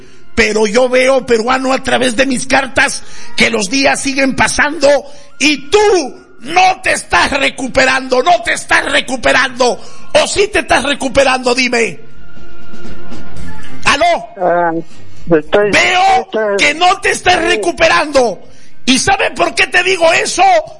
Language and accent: Spanish; Veracruz, Mexico